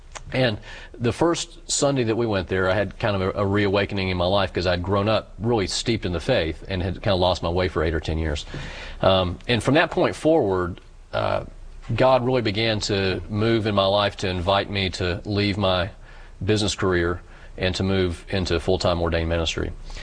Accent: Brevard, North Carolina, United States; also born or lived in Lakeland, Florida; So I grew up on Methodist college campuses, primarily in Brevard, North Carolina, in the mountains, and then when I was in high school, we moved down to Lakeland, Florida.

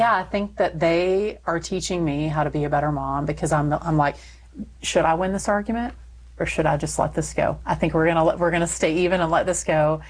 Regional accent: Texas, United States; So I'm Texan.

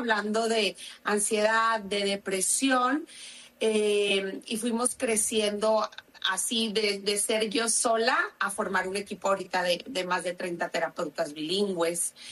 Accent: Monterrey, Nuevo León, Mexico; moved away as an adult; also born or lived in Spain; now in United States; Yo pensaba que mi vida iba a ser en Monterrey, de donde soy, que iba a poder ahí desarrollarme en el área de psicología

